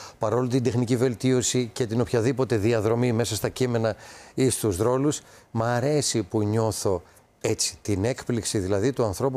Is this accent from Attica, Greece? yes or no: no; Thessaloniki, Central Macedonia, Greece; γιατί είμαι Θεσσαλονικιός.